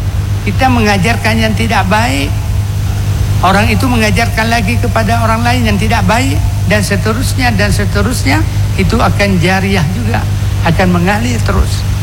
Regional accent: Aceh, Indonesia; moved away; Saya orang Aceh

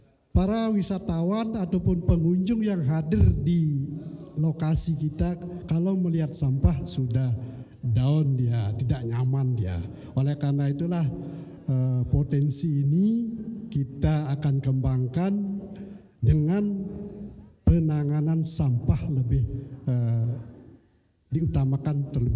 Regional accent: Tajun, Bali, Indonesia; desa kami yaitu Desa Tajun

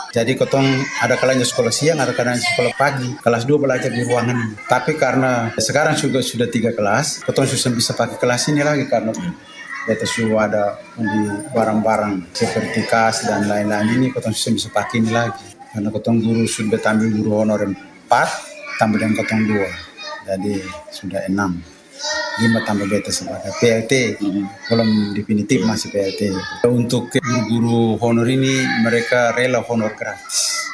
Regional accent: Maluku, Indonesia; ketua sebagai orang Aru

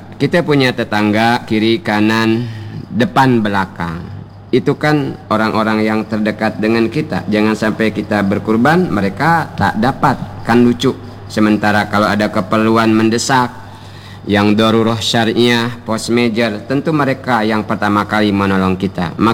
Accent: Bangka Belitung Islands, Indonesia; kata kita orang Bangka

